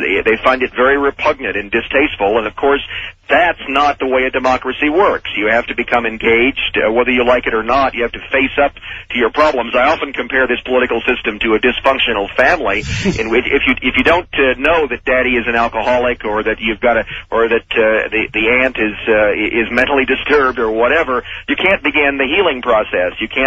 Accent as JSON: {"language": "English", "town": "Kansas City", "country": "United States", "tie": "born or raised there", "said": "I grew up in the Midwest, in Kansas City, not far from Russell, Kansas. I know what it looks like and smells like"}